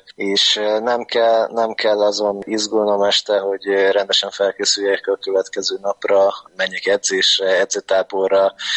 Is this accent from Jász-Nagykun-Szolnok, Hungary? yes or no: no; Veszprém, Veszprém County, Hungary; mivel veszprémi srác vagyok, ott ugye a kézilabda erős